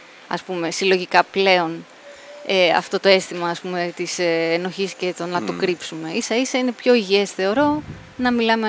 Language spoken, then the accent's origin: Greek; Agrinio, Western Greece, Greece; born there